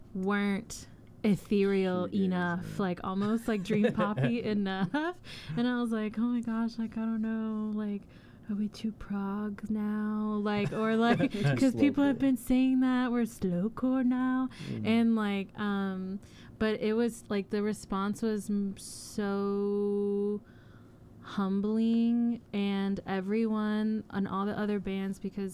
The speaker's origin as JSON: {"language": "English", "town": "San Antonio", "region": "Texas", "country": "United States", "said": "yeah, we're from the 210"}